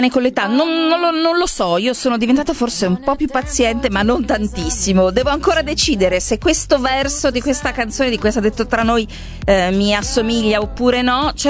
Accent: Milan, Lombardy, Italy; Poi noi che siamo cresciute a Milano o vicino

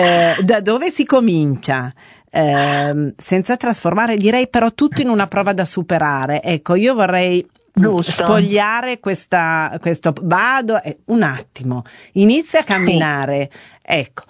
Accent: Turin, Piedmont, Italy; accent: Turinese; moved away; mi verrà fuori di nuovo anche l'accento torinese, perché … quando torno a casa a Torino da mia sorella

